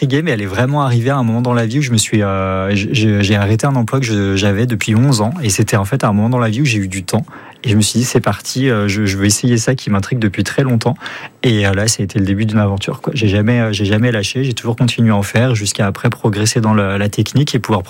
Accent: Chambéry, Auvergne-Rhône-Alpes, France; born there; J'y suis né.

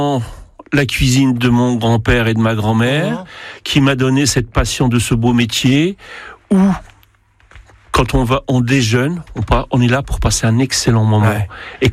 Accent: Normandy, France; moved away as an adult; now in Mayenne, France; je ne suis pas mayennais. Je suis normand.

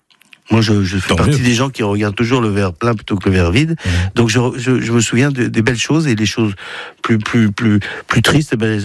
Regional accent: Villiers-sur-Marne, Île-de-France, France; also born or lived in Paris; Je suis né à Paris, puis j'ai grandi en région parisienne très tôt. Je suis venu à Paris par accident, en fait. Et j'ai grandi en région parisienne, du côté de Villiers-sur-Marne, du côté des bords de Marne.

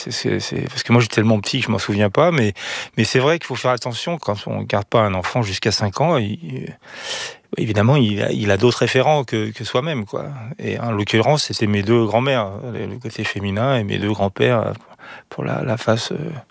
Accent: Grenoble, Auvergne-Rhône-Alpes, France; born there; also born or lived in Lyon / Arnas, Villefranche-sur-Saône (Beaujolais)

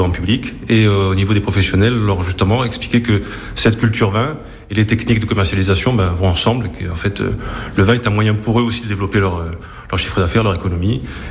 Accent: Paris, Île-de-France, France; also born or lived in Bastia; now in Corsica, France; moi j'ai grandi à Paris

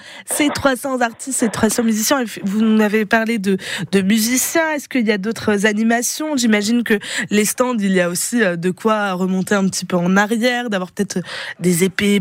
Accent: Grand Est, France; chez nous en Alsace

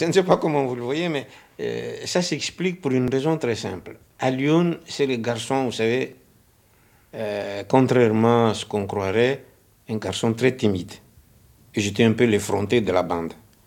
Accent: Madagascar; comme chez nous à Madagascar

